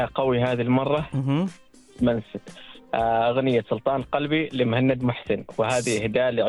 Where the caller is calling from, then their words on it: Samail, Ad Dakhiliyah, Oman; أكلمك والله من سمايل